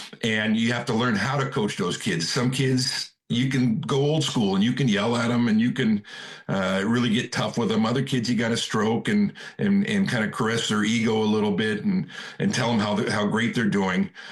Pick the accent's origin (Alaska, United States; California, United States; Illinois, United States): California, United States; Cloverdale; I was born and raised in Cloverdale, California, which is just it's in Northern California, a little north of Santa Rosa, small town.